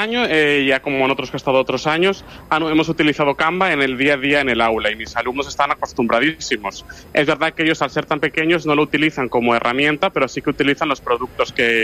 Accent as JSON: {"language": "Spanish", "town": "Cacabelos", "region": "Castile and León", "country": "Spain", "tie": "born or raised there", "said": "mando destino definitivo el curso que viene en Cacabelos, que es mi pueblo."}